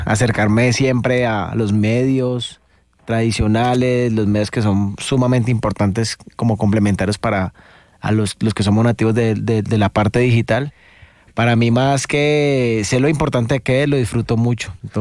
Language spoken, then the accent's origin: Spanish; Cali, Valle del Cauca, Colombia; Yo salí del San Luis Gonzaga, del barrio Granada, en al noroeste de Cali.